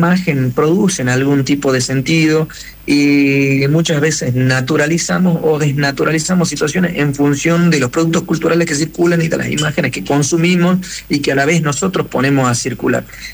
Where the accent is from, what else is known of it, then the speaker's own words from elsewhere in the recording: northern Argentina, Argentina; nunca jamás alguien ha pensado que yo era argentino